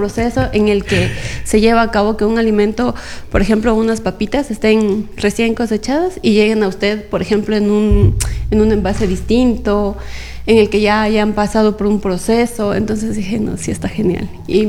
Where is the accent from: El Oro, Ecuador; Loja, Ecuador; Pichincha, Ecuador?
Loja, Ecuador; born there; de acá, de nacimiento.